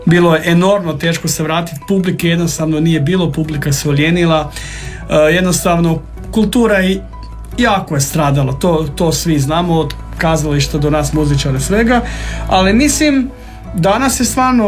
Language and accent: Croatian; Koprivnica, Koprivnica-Križevci County, Croatia; Ja sam rodom iz Podravine, iz Vrnjaka i Koprivnice